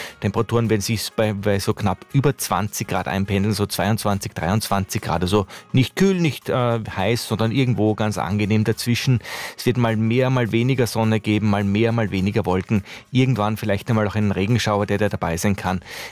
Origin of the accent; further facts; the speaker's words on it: Vienna, Austria; es zahlt sich so richtig, wie man bei uns in Wien sagt